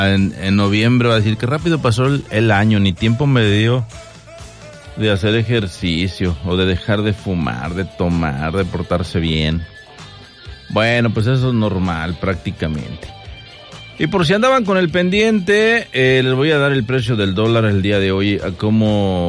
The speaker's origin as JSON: {"language": "Spanish", "country": "Mexico", "said": "¿De dónde vienes? De México."}